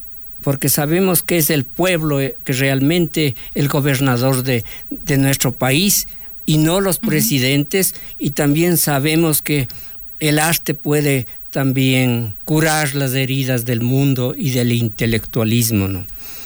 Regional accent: Ecuador

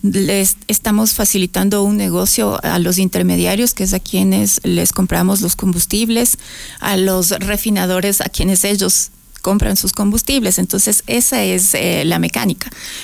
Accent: Ecuador

